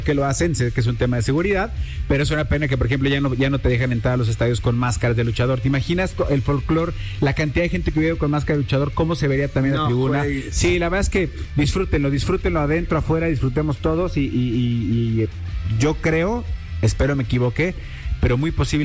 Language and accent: Spanish; Mexico